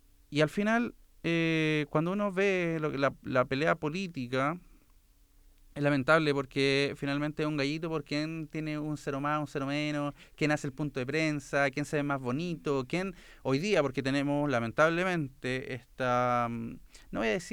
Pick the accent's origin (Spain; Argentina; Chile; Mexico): Chile; cómo somos los chilenos